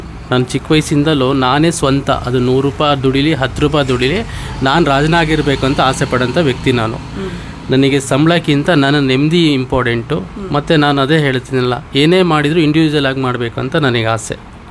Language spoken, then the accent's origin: Kannada; Shivamogga, Karnataka, India; ನಾನು ಇಲ್ಲೇ ಮೂಲತಃ, ನಾನು ಶಿವಮೊಗ್ಗ ನವಲೆ ಗ್ರಾಮದವನು. ನಾನು ಹುಟ್ಟಿದ ಮೆಗ್ಗನ್ ಹಾಸ್ಪಿಟ್ಲಲ್ಲಿ ಮೇಡಮ್. ನಮ್ಮದು ಮನೆ ಇಲ್ಲೇ ನವಲೆಯಲ್ಲೇ, ಸ್ವಂತ ಮನೆ ಇದೆ.